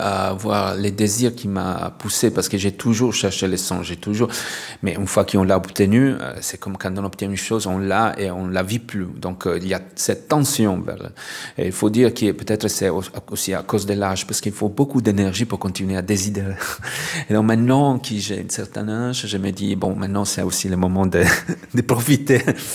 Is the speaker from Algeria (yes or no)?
no; Italy; moved away; moi je suis italien